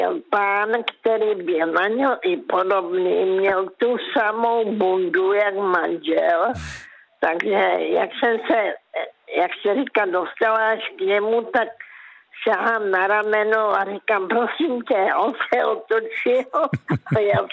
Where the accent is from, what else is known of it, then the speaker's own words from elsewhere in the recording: Karolinka, Zlín Region, Czechia; já pocházím z Karolinky